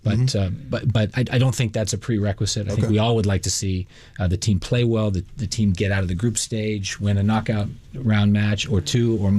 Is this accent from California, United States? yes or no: no; Boston, Massachusetts, United States; I grew up in the Boston area, just to show my age.